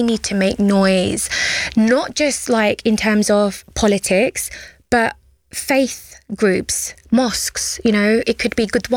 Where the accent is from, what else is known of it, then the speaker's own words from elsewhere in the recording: United Kingdom; I'm not always going to go Bangladesh. I am British and I live here.